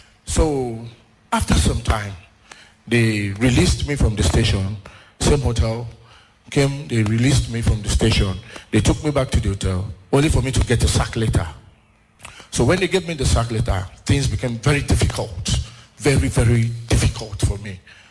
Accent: Cross River, Nigeria; now in Abuja, Nigeria; I am from Cross River State. I stay in Bega.

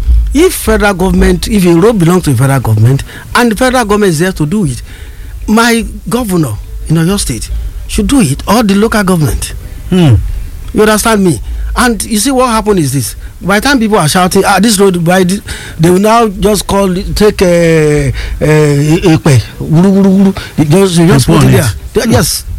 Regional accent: Ibadan, Oyo, Nigeria; we from Ibadan. We have house in the city.

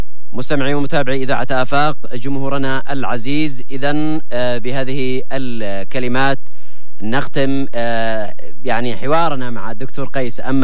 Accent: Yemen; بكيل، نحن همدان، نحن تبع، نحن اليمنيون الأنصار.

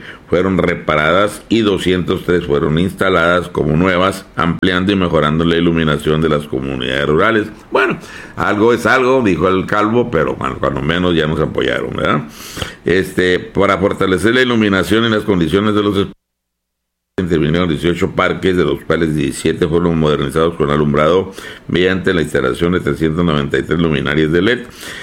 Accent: Baja California, Mexico; Yo soy de 43, soy de Carranza, pero o sea, aquí en Carranza

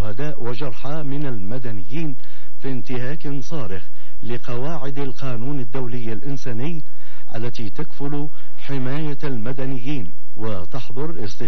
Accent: Yemen; على بلادنا اليمن

